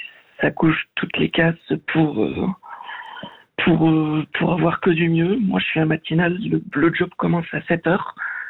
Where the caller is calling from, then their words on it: France; moi je suis en France